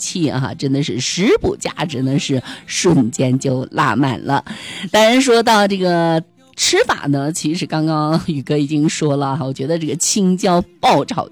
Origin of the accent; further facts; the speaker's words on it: Yuxi, Yunnan, China; 当然也是咱们云南人啊，咱们玉溪人家这个餐桌上的当之无愧的一个下饭神器哈